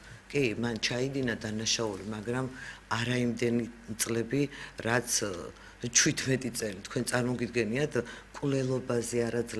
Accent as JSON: {"language": "Georgian", "town": "Samtredia", "region": "Imereti", "country": "Georgia", "tie": "born or raised there", "said": "დიახ, თვითონაც სამტრედიელია და მე სამტრედიელში დაბადებული გაზრდილი ვარ და მე და ეკა ერთ სკოლაში ვსწავლობდით."}